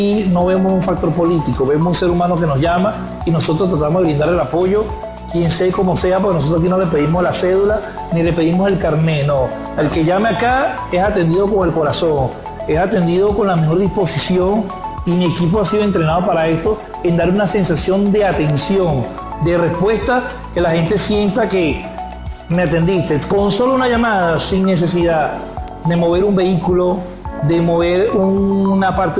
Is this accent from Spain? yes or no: no; Venezuela; Nosotros como venezolanos